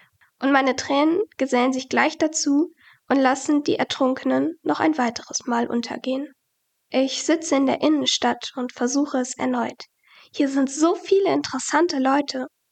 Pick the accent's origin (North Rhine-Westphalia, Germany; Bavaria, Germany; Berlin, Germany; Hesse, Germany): North Rhine-Westphalia, Germany; Essen; ich bin 20 Jahre alt, ich komme gebürtig aus Essen und studiere in Bochum.